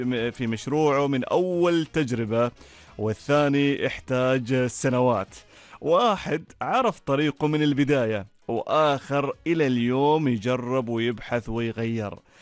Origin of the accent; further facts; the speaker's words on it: Oman; وحين يقال من وين أنت يكفينا فخرا أن تكون الإجابة من عمان.